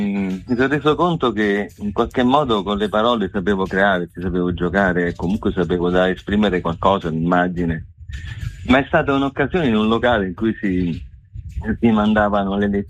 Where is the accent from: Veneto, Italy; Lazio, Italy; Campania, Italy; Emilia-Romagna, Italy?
Lazio, Italy; Minturno; born there; io ho passato molti anni della mia vita a Tufo di Minturno, che è un piccolo paese nel comune di Minturno.